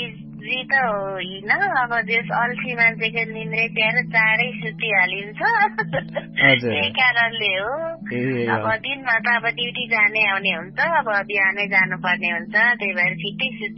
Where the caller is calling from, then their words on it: Kathmandu, Bagmati, Nepal; बोल्दैछु काठमाडौँबाट